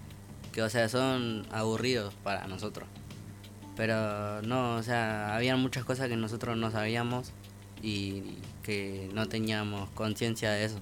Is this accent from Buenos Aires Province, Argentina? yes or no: yes; José C. Paz, Buenos Aires Province, Argentina; also born or lived in Moreno; Me crié en José C. Paz, pero yo nací en Moreno.